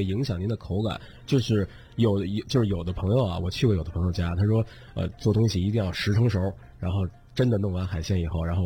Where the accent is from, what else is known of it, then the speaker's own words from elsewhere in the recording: Beijing, China; 因为咱们北京人讲究吃这个铜锅涮肉嘛，